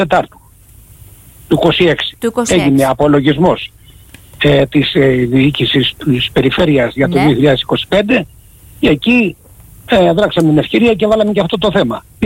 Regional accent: Agios Leontas, Greece; Ναι, είμαι από τον Άγιο Λέοντα.

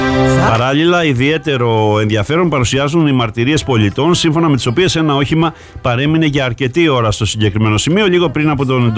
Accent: Kourouta, Western Greece, Greece; Κουρούτα, τη μικρή Μύκονο όπως την αναφέρουν. Είναι τα δικά μου μέρη, εκεί που γεννήθηκα

